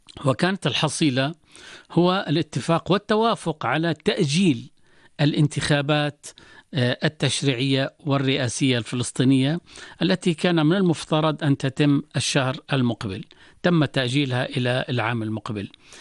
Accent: Jordan; إحنا الحقيقة كأردنيين

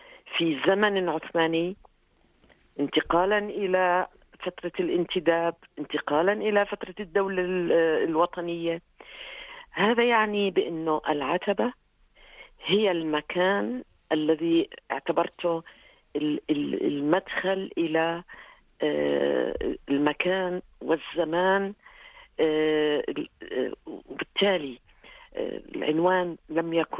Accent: Al-Husn, Irbid Governorate, Jordan; وهي في الواقع بلدتي

